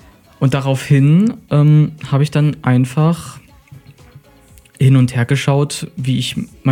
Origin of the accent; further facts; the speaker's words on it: Stadtilm, Thuringia, Germany; Ich bin aus Stadt Ilm